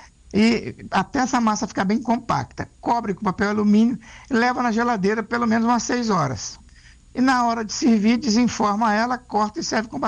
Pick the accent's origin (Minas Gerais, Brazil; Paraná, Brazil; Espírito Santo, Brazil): Espírito Santo, Brazil; Alegre; eu sou do Principado do Alegre